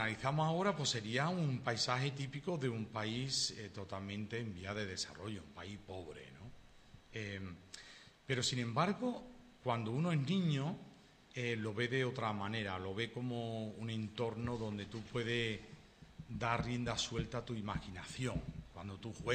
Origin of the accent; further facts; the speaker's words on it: Sanlúcar de Barrameda, Andalusia, Spain; si yo tengo que traer a mi mente las imágenes más claras del lugar de donde soy, de cómo era el cielo, de cómo eran las plantas, los caminos, etcétera, etcétera, pues eso es Pago Calvario. Luego, por extensión, vale. Sanlúcar